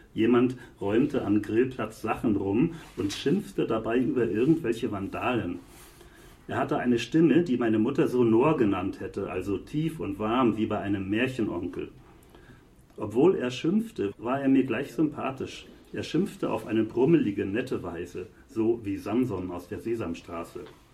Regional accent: Northern Germany, Germany; Als Norddeutscher ist das immer so ein bisschen schwierig.

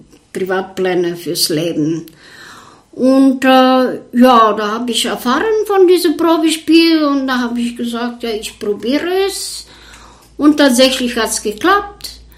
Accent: Bulgaria; first language Bulgarian; German is a second language; moved away as an adult; now in Görlitz, Germany; ich hatte dennoch mal Kontakt auf meine Muttersprache.

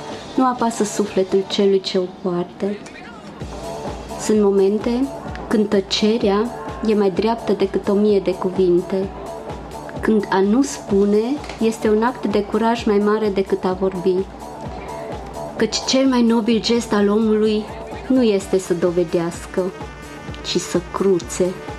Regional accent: Maramureș County, Romania; accent: Maramureș; moved away; vin de la Maramureș și am un pic accentul de Maramureș care nu a dispărut de tot.

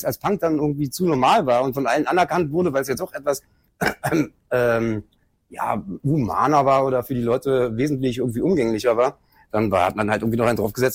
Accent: Berlin, Germany; born or raised there

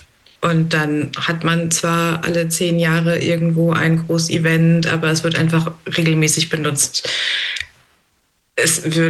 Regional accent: North Rhine-Westphalia, Germany; also ich bin in NRW aufgewachsen, und die haben wirklich großartige, also da gibt es Seen, da gibt es Sportstätten

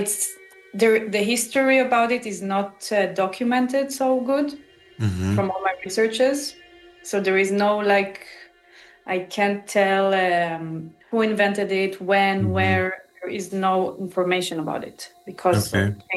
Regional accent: Israel; English is a second language; I was born and raised in Israel, to a Jewish family from originally from Eastern Europe, but there was no connection to that music.

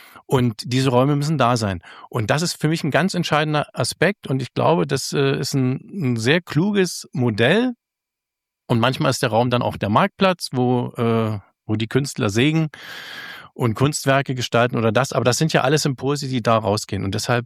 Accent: Cottbus, Brandenburg, Germany; ich komme aus Cottbus.

